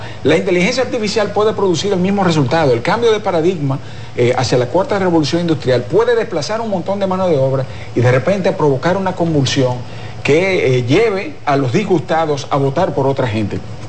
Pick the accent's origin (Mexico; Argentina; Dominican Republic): Dominican Republic; como diplomático, como dominicano y como economista que soy